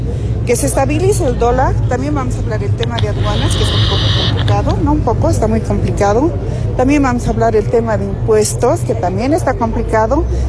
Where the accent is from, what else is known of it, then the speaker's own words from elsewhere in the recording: Bolivia; muchas cosas que estamos pasando los bolivianos.